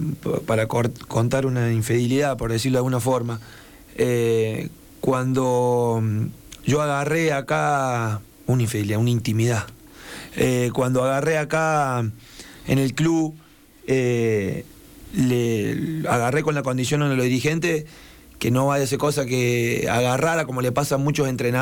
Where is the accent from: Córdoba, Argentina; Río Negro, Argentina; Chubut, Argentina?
Córdoba, Argentina; Idiazábal; also born or lived in Buenos Aires; De Córdoba, que se llama Idiazábal. Y tiene 1.700 habitantes mi pueblo.